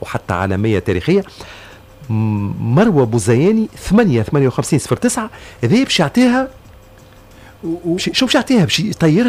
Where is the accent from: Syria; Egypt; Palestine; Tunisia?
Tunisia; راني معناتها موظف في الاذاعه التونسيه وافتخر وراني تونسي وافتخر